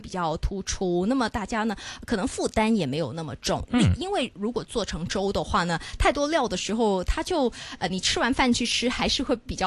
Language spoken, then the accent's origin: Chinese; Hong Kong; 因为呢它可以呢变成是我们香港人广东人最爱的一款东西